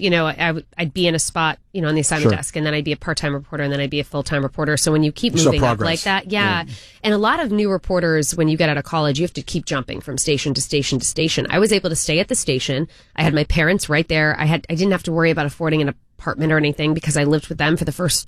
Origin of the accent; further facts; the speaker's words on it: Connecticut, United States; No, I'm from Connecticut originally, and went to school at Hofstra University on Long Island for broadcast journalism.